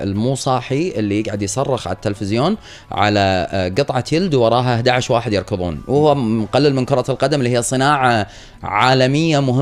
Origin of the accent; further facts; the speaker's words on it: Kuwait; عندنا بالكويت